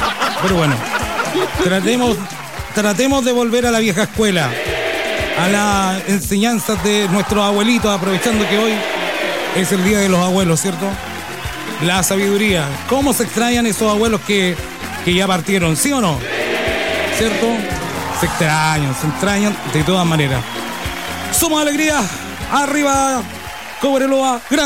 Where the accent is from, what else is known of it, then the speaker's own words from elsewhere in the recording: Chile; como somos los chilenos